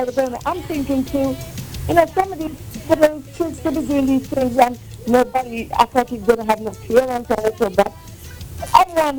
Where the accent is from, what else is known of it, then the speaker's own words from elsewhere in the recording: Antigua & Barbuda; moved away; I remember growing up in Antigua